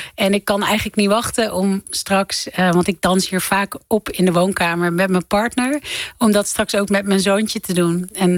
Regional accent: Netherlands; dit is ook mijn land.

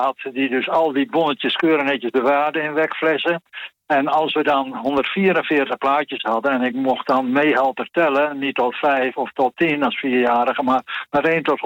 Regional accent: Friesland, Netherlands; born there; als Fries van geboorte

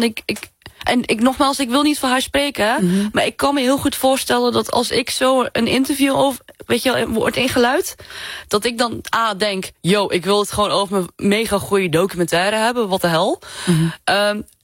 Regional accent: Zeeland, Netherlands; accent: Zeeuws; first language Zeeuws (Zeelandic); Dutch is a second language; moved away; Dit is mijn eerste taal. Het is plat Zeeuws.

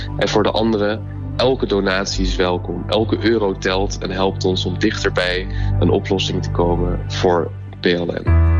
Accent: The Hague, South Holland, Netherlands; born there; moved away; Ik kom oorspronkelijk uit Den Haag.

